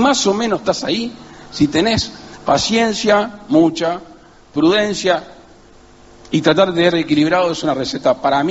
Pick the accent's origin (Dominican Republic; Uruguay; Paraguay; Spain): Uruguay